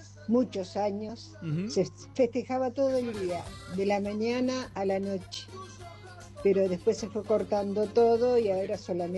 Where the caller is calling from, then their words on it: Magdalena, Buenos Aires Province, Argentina; de Magdalena.